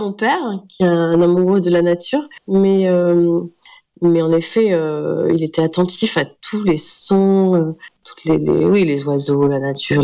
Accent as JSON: {"language": "French", "town": "Montpellier", "region": "Occitanie", "country": "France", "tie": "born or raised there", "moved": "yes", "said": "je viens régulièrement, oui, parce que c'est quand même mon pays natal et j'y suis très attachée."}